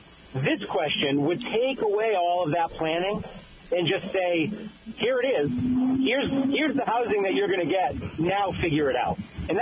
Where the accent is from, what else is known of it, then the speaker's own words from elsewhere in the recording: Fall River, Massachusetts, United States; I grew up in Fall River, so I know Bristol County very well.